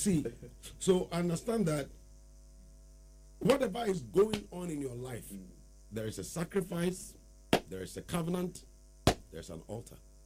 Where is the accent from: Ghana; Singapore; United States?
Ghana; Me, I come from Ainfi